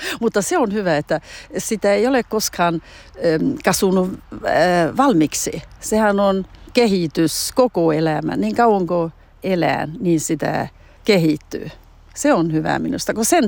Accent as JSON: {"language": "Finnish", "area": "Torne Valley", "region": "Norrbotten County", "country": "Sweden", "tie": "born or raised there", "moved": "yes", "lives_now": "Skåne, Sweden", "said": "olen ylpeä, että olen Tornionlaaksosta. Kotiseutu on tärkeä, sitten se kulttuuri, missä olen kasvanut ylös ja, niin, ja kieli ja kaikki tämän Tornionlaakson kulttuuri on ollut tärkeä mulle."}